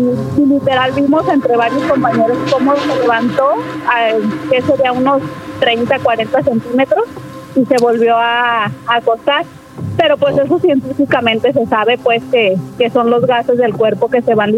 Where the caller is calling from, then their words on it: Guadalajara, Jalisco, Mexico; Soy de Guadalajara, les acabo de hablar.